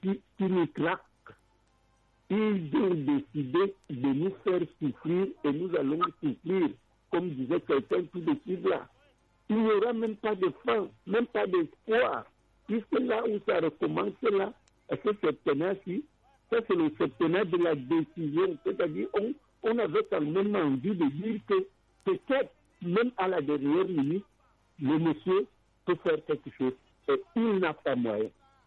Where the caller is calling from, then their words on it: Cameroon; C'est ce qui se passe chez nous au Cameroun